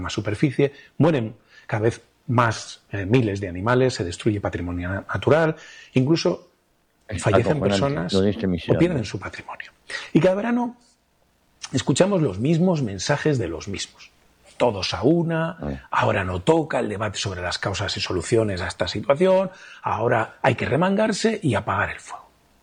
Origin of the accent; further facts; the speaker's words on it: Castile and León, Spain; En mi tierra, en Castilla y León